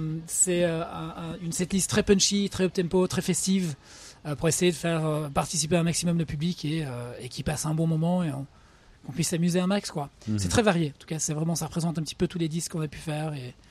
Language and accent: French; England, United Kingdom; now in Brussels, Belgium; moi je suis anglais d'origine, mais on vivait tous les trois à Bruxelles.